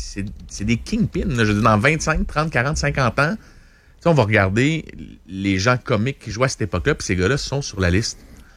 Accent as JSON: {"language": "French", "town": "Repentigny", "region": "Quebec", "country": "Canada", "said": "Tu sais, j'étais de Repentigny à l'époque. Mais je suis encore de là, mais j'habite plus là."}